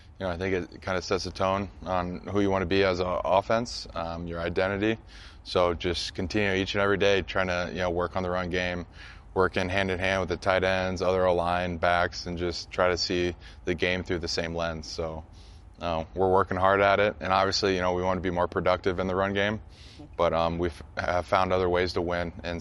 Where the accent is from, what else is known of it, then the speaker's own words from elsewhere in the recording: Iowa, United States; just how I grew up in the Midwest, Iowa's a special place, and just how I was born and raised.